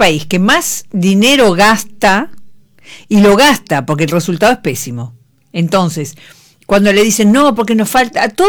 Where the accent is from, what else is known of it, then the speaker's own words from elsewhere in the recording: Uruguay; Muy vanidosos, muy agrandados somos los uruguayos, con chapa de modestos.